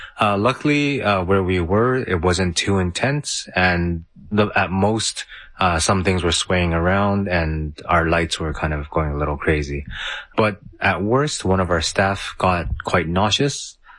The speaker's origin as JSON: {"language": "English", "country": "Canada", "lives_now": "Fukuoka, Japan", "said": "I am a Canadian currently living in Fukuoka City in Japan."}